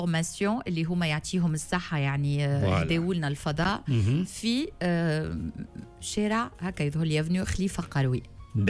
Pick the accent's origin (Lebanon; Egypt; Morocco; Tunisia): Tunisia; now in France; ليه أنا تونسية بروحي وبوجداني وكل تونسية